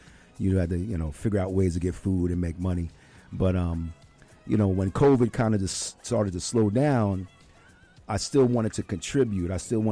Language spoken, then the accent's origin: English; New York City, New York, United States; I'm actually from New York City. I was born in the Bronx, Bronx River Projects, 174th Street.